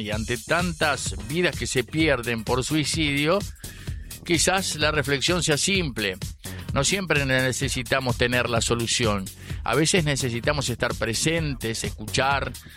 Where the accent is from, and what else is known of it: Uruguay